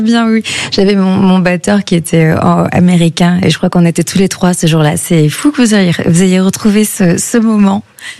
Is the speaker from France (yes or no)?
no; Addis Ababa, Ethiopia; also born or lived in Côte d'Ivoire; En fait, je suis née en Côte d'Ivoire et on est parti 6 mois plus tard, on est parti en Éthiopie, à Addis Abeba.